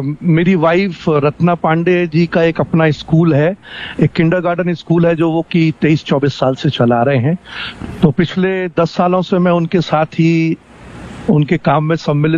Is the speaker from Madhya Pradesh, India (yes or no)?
yes; Jabalpur, Madhya Pradesh, India; मैं जबलपुर का रहने वाला हूँ, जबलपुर मध्य प्रदेश में आता है